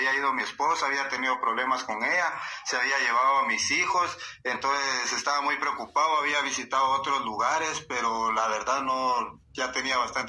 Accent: Tiquizate, Escuintla, Guatemala; De Tiquizate, de Escuintla.

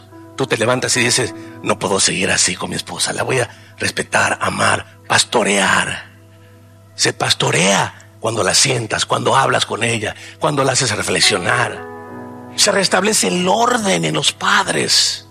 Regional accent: Bolivia; nos identificamos como bolivianos, sí, pero somos más que bolivianos.

